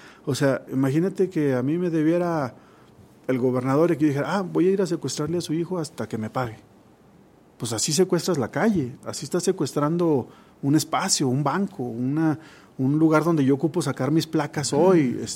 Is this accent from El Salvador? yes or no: no; Mexico